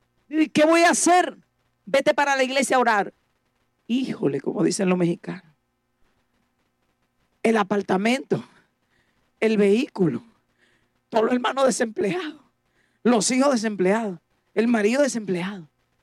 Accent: Dominican Republic; nos pedían tener muchos requisitos a nosotros como dominicanos para entrar.

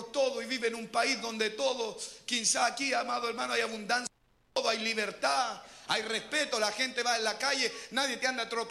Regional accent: Chile; also born or lived in Ecuador; Señor, ¿para qué lugar estará Chile? ¿Dónde estará mi tierra?

